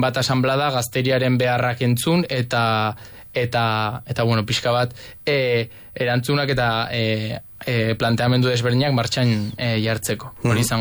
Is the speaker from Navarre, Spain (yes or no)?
yes; Navarre, Spain